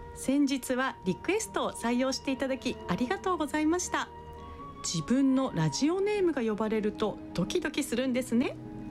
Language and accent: Japanese; Yamanobe, Yamagata, Japan; born there; 実は私の本当に生まれたところ、山野辺町にも栄屋さんの分店があるんですね